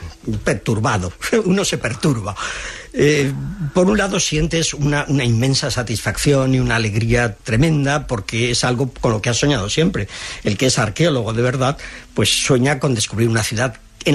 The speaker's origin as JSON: {"language": "Spanish", "country": "Spain"}